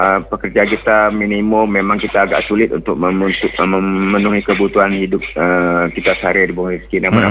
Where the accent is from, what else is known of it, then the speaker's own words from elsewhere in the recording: Tarempa, Riau Islands, Indonesia; saya di Terempak di kampung saya tuh